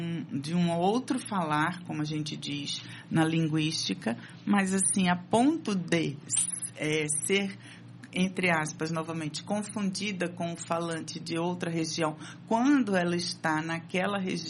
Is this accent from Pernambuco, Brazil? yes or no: yes; Pernambuco, Brazil; moved away as an adult; also born or lived in Rio de Janeiro / São Paulo; eu sou pernambucana, morei muitos anos no Rio de Janeiro, já adulta, e assim, morei por mais de 17 anos no Rio, e eu percebo que ainda trago alguns traços do falar carioca.